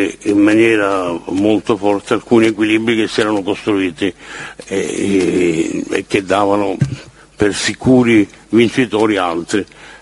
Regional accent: Palermo, Sicily, Italy; sono palermitano come lui

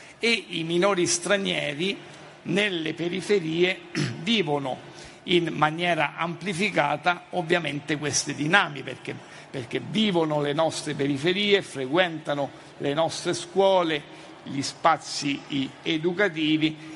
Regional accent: Rome, Lazio, Italy; io provengo da Roma

